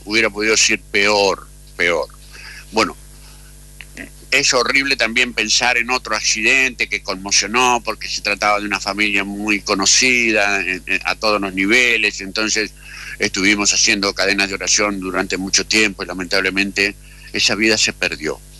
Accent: Entre Ríos, Argentina; Nosotros en Entre Ríos, en Vitoria y en otras ciudades

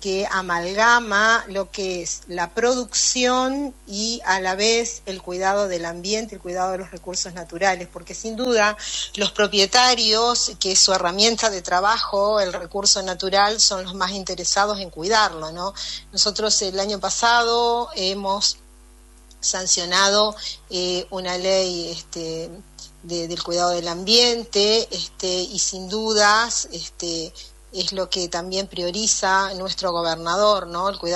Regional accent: San José de Feliciano, Entre Ríos, Argentina; mi pueblo, de San José de Feliciano, un norte ganadero por excelencia, en el que ahora se está diversificando también con producción agrícola.

